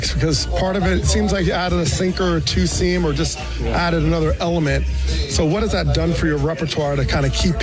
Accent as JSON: {"language": "English", "region": "New Jersey", "country": "United States", "tie": "born or raised there", "said": "I grew up in New Jersey"}